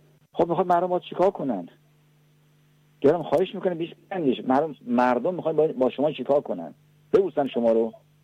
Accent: Iran; اگر من ایرانی هستم، مردم خودم رو دوست دارم، میهن خودم رو دوست دارم،

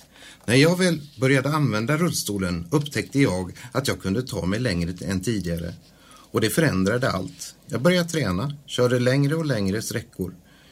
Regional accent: Daxås, Halland County, Sweden; also born or lived in Hisingen; Som ni hör så kom jag inte från Falköping. Jag föddes på Hisingen. Men växte upp i Daxås i Varbergs kommun. Jag hade en bokskog och en damm som lekplats.

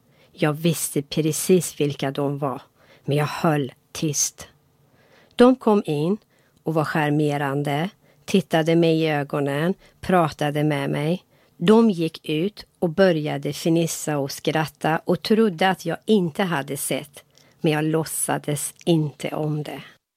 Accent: Iran; Swedish is a second language; moved away as an adult; now in Gothenburg, Sweden; Jag är från Iran. Jag är uppfostrad i en familj där heder, moral och samvete värdesattes högt.

